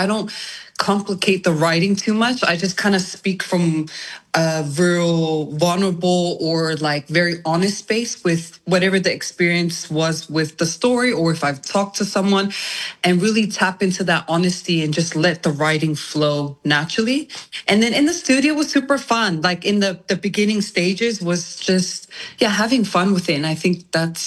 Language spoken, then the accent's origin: English; Tonga; now in New Zealand; And that's where I spent a lot of my time there with my family and then moved back to New Zealand. I'm from Tonga, ko lele mai me vaini, nukunuku, pasi, and fatai.